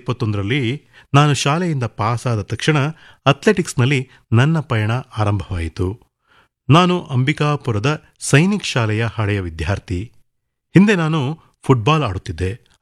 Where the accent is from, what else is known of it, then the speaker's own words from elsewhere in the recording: Chhattisgarh, India; ನಾನು ಛತ್ತೀಸ್ಗಢ ಮೂಲದವನು. ಪ್ರಸ್ತುತ ನಾನು ಒಡಿಶಾವನ್ನು ಪ್ರತಿನಿಧಿಸುತ್ತಾ ಸ್ಪರ್ಧಿಸುತ್ತಿದ್ದೇನೆ.